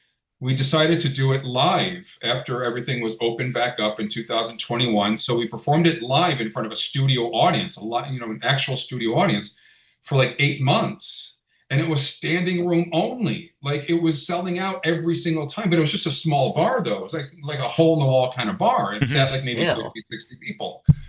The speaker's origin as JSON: {"language": "English", "town": "Webster", "region": "New York", "country": "United States", "tie": "born or raised there", "said": "As you know, Rochester is my hometown. I grew up in Webster."}